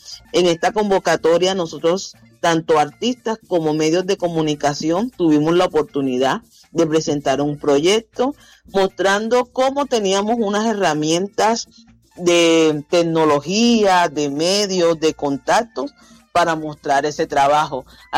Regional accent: Cartagena, Bolívar, Colombia; nosotros como cartageneros vamos a disfrutar conociendo el colorido de nuestras fiestas

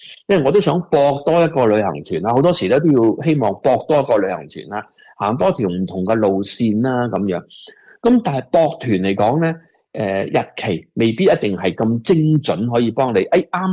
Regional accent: China; now in Australia; 睇下我哋中国人华夏历史啊周围嘅一啲唔同嘅历史文化嘅一啲景点啦

